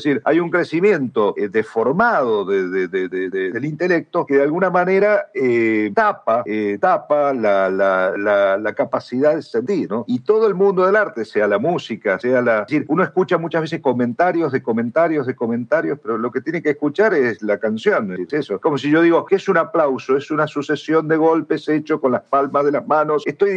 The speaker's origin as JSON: {"language": "Spanish", "country": "Argentina", "said": "Pero bueno, Medellín, soy argentino, así que … también tengo ahí mi corazoncito."}